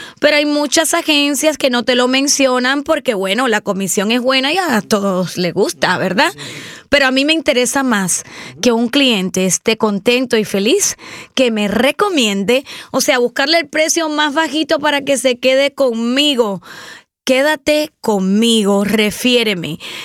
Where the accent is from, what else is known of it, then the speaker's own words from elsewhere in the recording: Cuba; moved away; Yo me crié en Cubita la Bella.